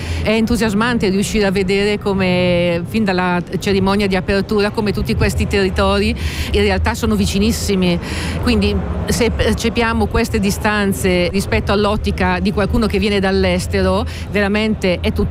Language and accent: Italian; Lombardy, Italy; percepirci come Lombardi